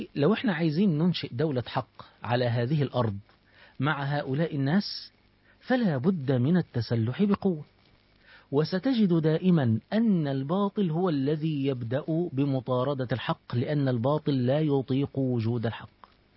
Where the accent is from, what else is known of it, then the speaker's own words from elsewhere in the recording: Egypt; احنا عندنا في مصر